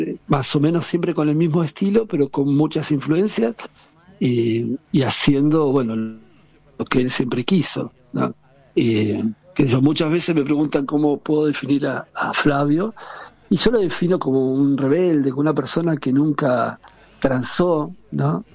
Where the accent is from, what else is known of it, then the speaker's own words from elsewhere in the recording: La Plata, Buenos Aires Province, Argentina; me identificó también como platense.